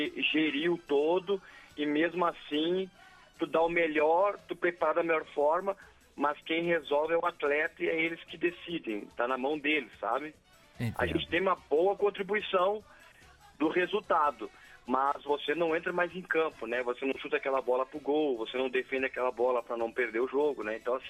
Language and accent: Portuguese; Rio Grande do Sul, Brazil; moved away; Eu saí do Sul, né? Saí do Rio Grande do Sul, fiz pouco tempo de base no Grêmio, depois eu fui jogar pelos times do interior do Rio Grande do Sul